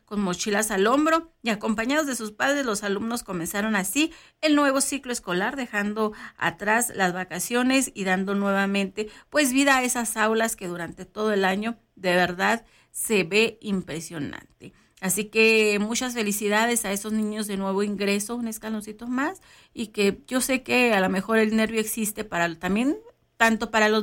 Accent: Mexico

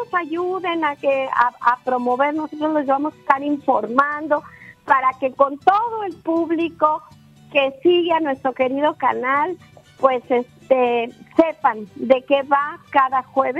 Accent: Mexico

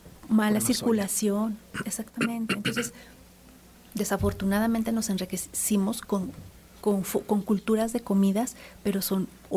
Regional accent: Zacatecas, Mexico; ni siquiera como zacatecanos

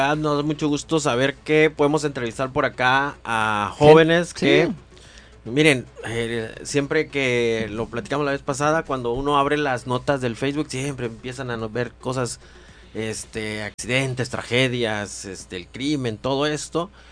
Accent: León, Guanajuato, Mexico; moved away; En mi pueblo, León, Guanajuato.

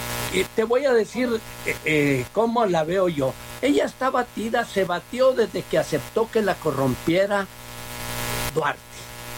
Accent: Chihuahua, Mexico; soy muy orgulloso de ser chihuahuense, de ser del estado más grande de la República, mi tierra.

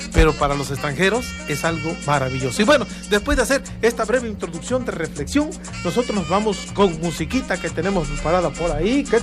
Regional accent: Mexico; nosotros como mexicanos

